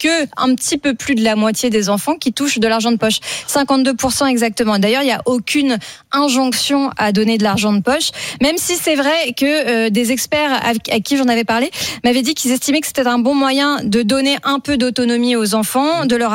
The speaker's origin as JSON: {"language": "French", "region": "Normandy", "country": "France", "said": "Ça tombe bien, je suis normande."}